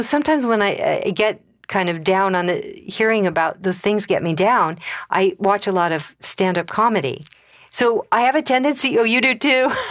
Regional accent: Colorado, United States; I come from Colorado. It's bone dry there. So my hair is really straight.

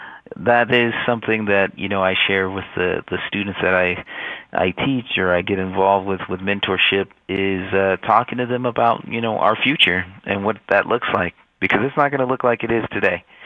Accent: Denver, Colorado, United States; even as a young, you know, guy growing up in Montbello

